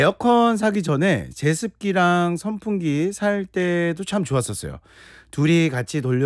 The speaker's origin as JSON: {"language": "Korean", "town": "Damyang", "region": "South Jeolla", "country": "South Korea", "tie": "born or raised there", "said": "참고로 제 고향이 담양이에요."}